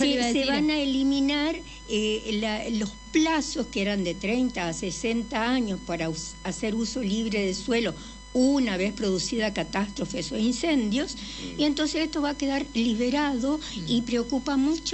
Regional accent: Argentina; cada provincia forma parte de toda una confederación que somos la Argentina

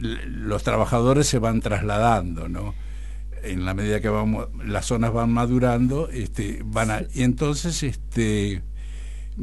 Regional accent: Pampas, Argentina

